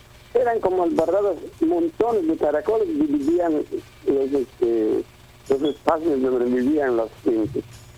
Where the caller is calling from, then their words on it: Motul, Yucatán, Mexico; Bueno, mira, yo vivo en Motul, Yucatán.